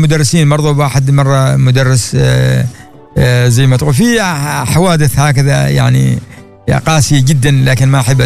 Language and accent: Arabic; Oman; فقلت له أنا من عمان.